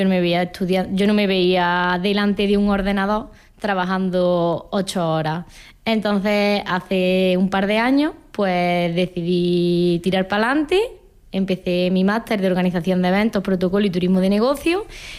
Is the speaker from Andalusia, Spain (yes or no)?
yes; Villanueva del Duque, Andalusia, Spain; tengo 27 años y soy de Villanueva del Duque. Llevo toda la vida viviendo aquí. Y por temas de estudios, pues me fui a estudiar a Córdoba.